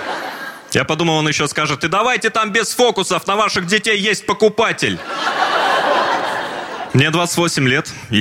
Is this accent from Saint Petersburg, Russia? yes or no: no; Magnitogorsk, Chelyabinsk Oblast, Russia; now in Moscow, Russia; я из Магнитогорска, это небольшой город. И здесь, в Москве, я больше всего скучаю по региональному телевидению.